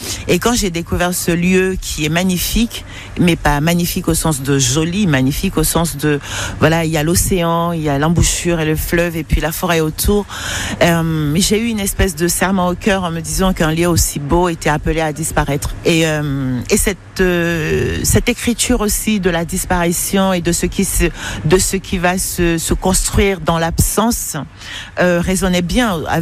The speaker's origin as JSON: {"language": "French", "town": "Douala", "region": "Littoral", "country": "Cameroon", "tie": "born or raised there", "said": "j'ai grandi, je suis née, j'ai grandi à Douala, j'ai appris à lire là-bas la littérature qui venait du monde entier et qui m'a profondément touchée."}